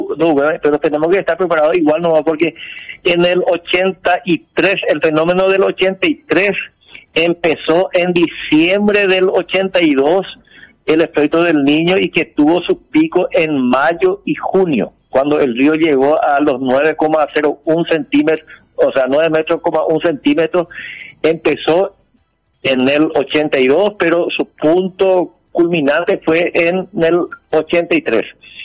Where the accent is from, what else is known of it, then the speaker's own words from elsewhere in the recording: Paraguay; Somos los paraguayos solidarios